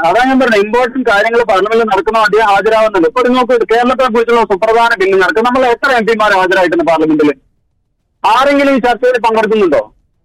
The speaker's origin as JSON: {"language": "Malayalam", "town": "Valanchery", "region": "Kerala", "country": "India", "tie": "born there", "said": "ഞാൻ മലപ്പുറം എന്നുള്ളതുകൊണ്ടല്ല പറഞ്ഞത്, ഞാൻ ജനിച്ചു വന്ന നാട് ഞാൻ കണ്ടതാണ് പറഞ്ഞത്."}